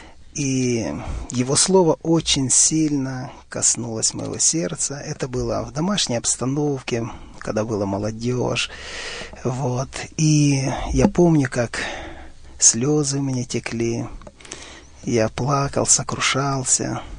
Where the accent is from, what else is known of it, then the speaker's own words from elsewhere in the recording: Shevchenko, Donetsk Oblast, Ukraine; moved away as an adult; Я из Украины. Донецкая область, и был там такой поселок Шевченко, это небольшой поселок, где родился, жил до 18 лет, вот, в семье, где нас было трое, у меня братьев и сестра, и воспитывала нас мама.